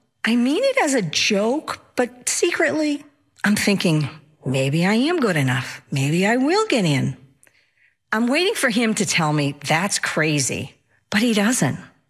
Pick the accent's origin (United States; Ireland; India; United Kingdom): Ireland; I'm Irish. I've always been a storyteller.